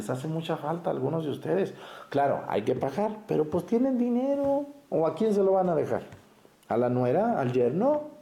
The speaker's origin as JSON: {"language": "Spanish", "town": "Mexticacán", "region": "Jalisco", "country": "Mexico", "tie": "born or raised there", "moved": "yes", "said": "Y les invito a mi pueblo, a Mestigacán."}